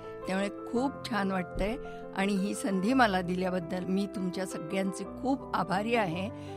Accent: Ahmednagar, Maharashtra, India; moved away; माझं सर्व बालपण, 10वी 11वीपर्यंतचं शिक्षण हे नगरला झालेलं आहे, अये सोसायटीत.

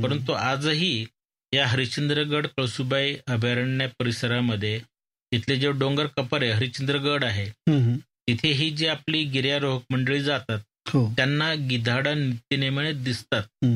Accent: Newasa, Maharashtra, India; मी माझं बालपण नेवाश्यात गेलं, नेवाश्यामध्ये

